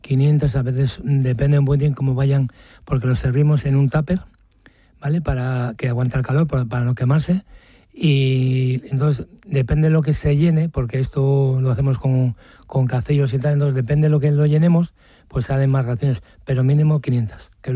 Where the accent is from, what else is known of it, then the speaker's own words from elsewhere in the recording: Maliaño, Cantabria, Spain; como nos llaman cachoneros a los que somos de Maliaño, pues eso tenemos un poco de orgullo con ellos y lo llevamos siempre en la sangre.